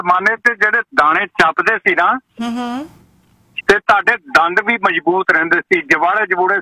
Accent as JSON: {"language": "Punjabi", "town": "Jalandhar", "region": "Punjab", "country": "India", "tie": "born there", "moved": "yes", "said": "ਆਪਾਂ ਹੁਣ ਖੈਰ ਜਲੰਧਰ ਤੋਂ ਆ"}